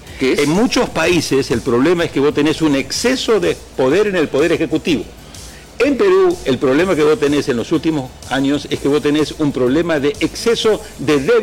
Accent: Colombia; Yo vengo de Colombia. Comparado con la polarización que está viviendo Colombia

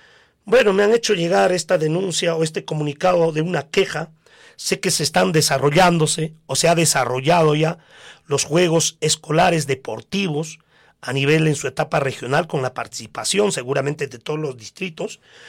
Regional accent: Coracora, Ayacucho, Peru

